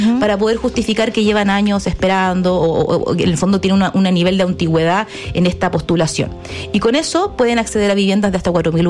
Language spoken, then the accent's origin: Spanish; Valparaíso, Chile; soy porteña